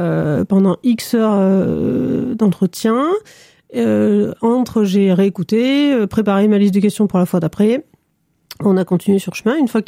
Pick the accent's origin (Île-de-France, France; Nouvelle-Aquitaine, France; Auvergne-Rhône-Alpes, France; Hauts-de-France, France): Nouvelle-Aquitaine, France; Brive-la-Gaillarde; now in Limoges, France; je suis biographe, on en reparlera après. Et je suis originaire de Brive et je vis et exerce à Limoges.